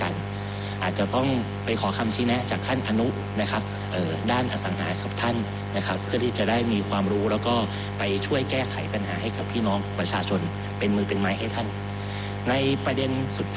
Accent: Samut Prakan, Thailand; มีหลายปัญหามากมายในชุมชนเมืองบ้านเกิดผมจังหวัดสมุทรปราการนะครับ

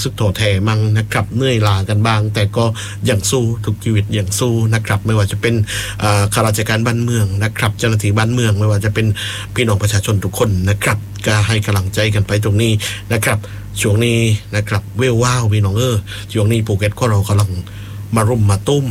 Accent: Phuket, Thailand

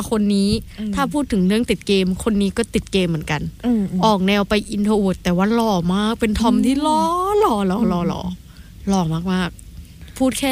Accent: Southern Thailand, Thailand; พี่เป็นคนแบบรักใครรักจริง เด็กใต้รักจริง

